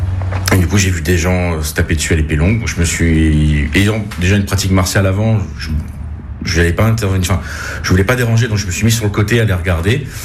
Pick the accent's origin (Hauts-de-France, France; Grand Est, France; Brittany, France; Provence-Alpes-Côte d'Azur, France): Grand Est, France; moved away as an adult; now in Toulouse, France; je suis pas du tout toulousain. Je suis un importé. Je suis alsacien d'origine. Et du coup, je suis venu faire mes études universitaires à Toulouse.